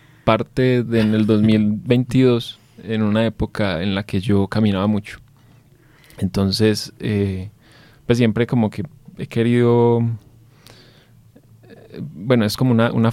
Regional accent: Pensilvania, Caldas, Colombia; born there; Yo nací en Pensilvania, Caldas.

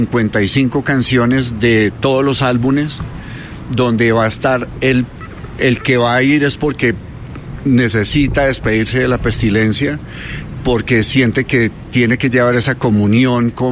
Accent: Medellín, Antioquia, Colombia; Pero a la par, yo también crecí, mi niñez fue en Campo Valdés, que es un barrio de Medellín que también ha sido, no es un barrio pues de pudiente ni mucho menos.

